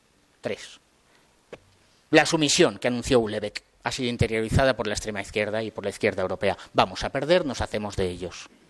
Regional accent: Spain

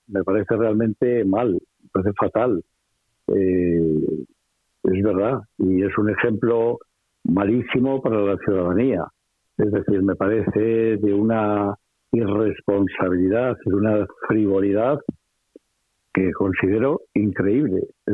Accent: Valladolid, Castile and León, Spain; now in Madrid, Spain; abandonando mi ciudad natal, que era Valladolid, para venirme aquí a Madrid

